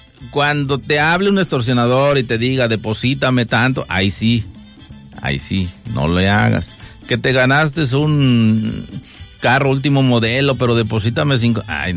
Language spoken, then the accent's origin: Spanish; Mexico; Así somos los mexicanos.